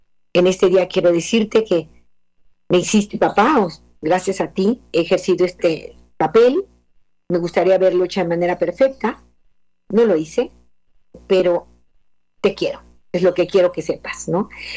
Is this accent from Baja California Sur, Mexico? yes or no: yes; La Paz, Baja California Sur, Mexico; estaban de misioneros en La Paz, Baja California, donde yo nací y viví mis primeros años.